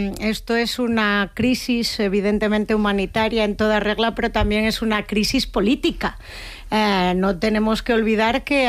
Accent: Asturias, Spain; yo soy asturiana, como digo, somos lo mismo, español es un ceutí que un asturiano.

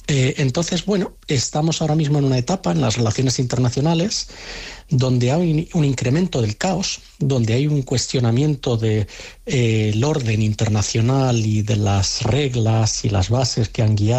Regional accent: Spain; ahora ya hablo no como analista, sino como ciudadano español

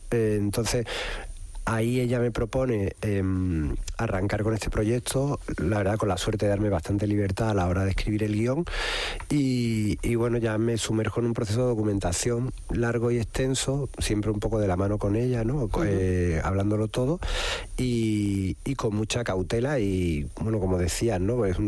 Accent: Seville, Andalusia, Spain; now in Madrid, Spain; Yo soy de Sevilla, nacido en Triana, vivo gran parte del año en Madrid por cuestiones de trabajo

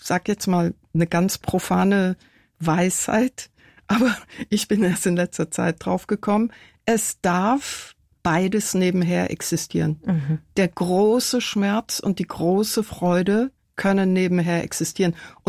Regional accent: Tehran, Tehran Province, Iran; moved away; Von meinen späteren Wohnsitzen in vielen verschiedenen Ländern konnte ich als kleines Mädchen in Teheran nur träumen. Eine Begegnung mit einer Tramperin hat mich ins deutsche Radio und später zum Fernsehen gebracht.

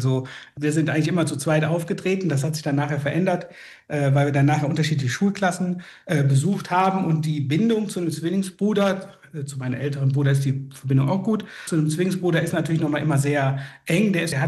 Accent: North Rhine-Westphalia, Germany; Na, ich komme eigentlich aus dem Erzbistum Paderborn. Das Siegerland gehört zu Paderborn, aber Paderborn liegt 200 Kilometer von Siegen entfernt.

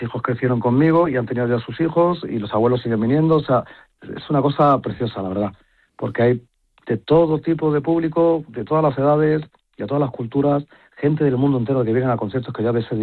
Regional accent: Spain; en mi país hay algunas personas que se cachondean

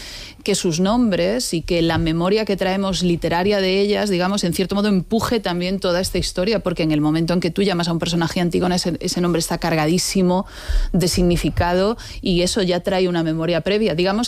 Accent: A Coruña, Galicia, Spain; Soy gallega, digámoslo, soy gallega. Gallega de A Coruña.

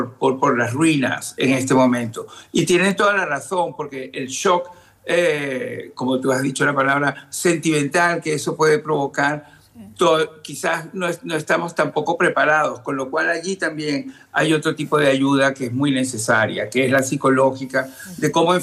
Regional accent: Caracas, Capital District, Venezuela; born there

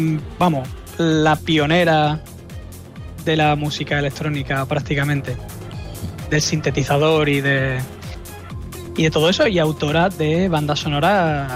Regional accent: Andalusia, Spain; Y digo raves y no raves porque somos andaluces, lo siento, decimos raves.

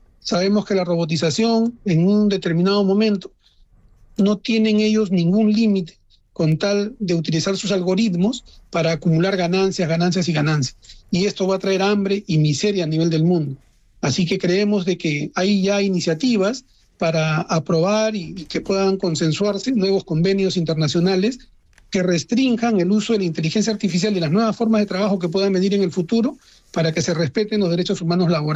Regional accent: Peru; Nosotros en el Perú

